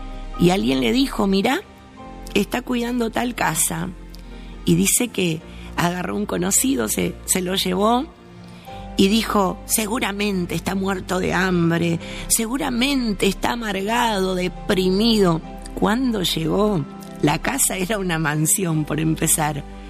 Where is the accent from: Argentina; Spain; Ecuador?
Argentina; Villa Ángela, Chaco; que soy de la ciudad de Villa Ángela, en el Chaco, oriunda de Villa Ángela, así se dice, ¿no? Oriunda, vengo de ahí, del medio del Chaco.